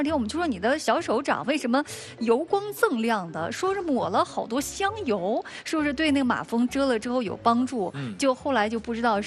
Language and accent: Chinese; Xinjiang, China; 因为我一直在新疆长大嘛，就新疆花儿多